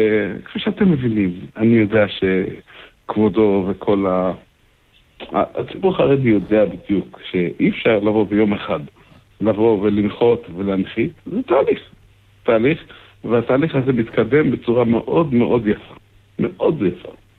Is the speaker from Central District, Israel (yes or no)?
yes; Kfar Chabad, Central District, Israel; אני גדלתי בחב"ד.